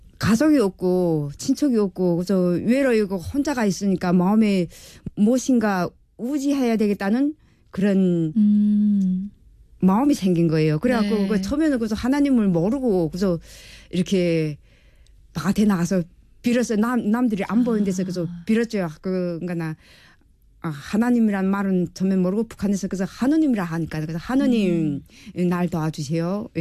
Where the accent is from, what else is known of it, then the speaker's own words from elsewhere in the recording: North Hamgyong, North Korea; also born or lived in China; now in South Korea; 한복도에서 온